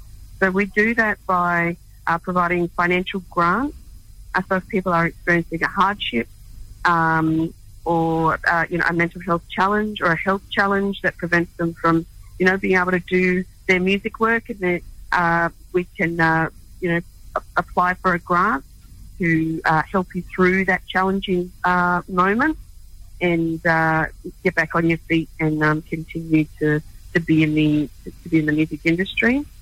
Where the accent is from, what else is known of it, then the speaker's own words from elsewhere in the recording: Alice Springs, Northern Territory, Australia; born and bred in Bantwa, Alice Springs, Central Australia. My mother's side is Pradam country, out in the country, up in the Central Desert there. And then father's side is Murning, down on the far west coast of South Australia.